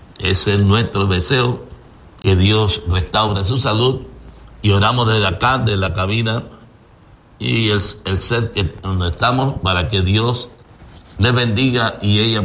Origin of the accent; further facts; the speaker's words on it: Chiriquí, Panama; now in David, Panama; hacia mi pueblo, hacia mi ciudad, porque te saludo a toda la iglesia en los Jaramillos, en los Palmiras